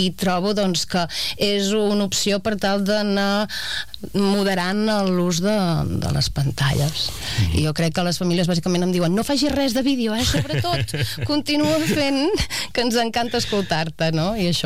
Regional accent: Catalonia, Spain; Jo he crescut a Bosch, a la Fageda d'en Jordà

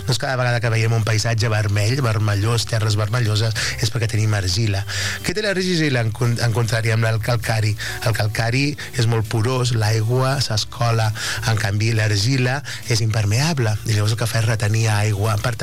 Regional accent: Catalonia, Spain; aquells que som del Penedès

